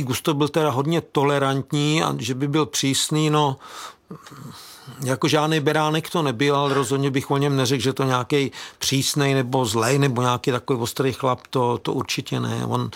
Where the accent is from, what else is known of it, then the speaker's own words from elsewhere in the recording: Hořice, Hradec Králové Region, Czechia; No a v Hořicích pod Krkonoší, odkud pocházím, byl nějaký pan kapelník